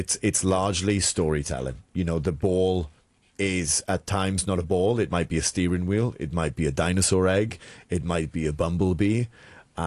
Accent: Wales, United Kingdom; now in Hong Kong; I'm from Wales, we're a 3 million strong nation

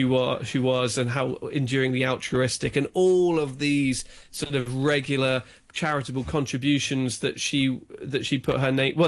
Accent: England, United Kingdom; I grew up in England where country music has a limited audience anyway.

